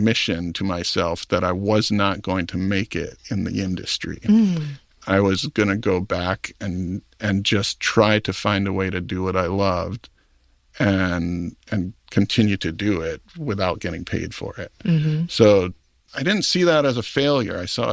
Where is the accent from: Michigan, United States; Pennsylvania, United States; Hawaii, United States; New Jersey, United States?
Hawaii, United States; Maui; born or raised there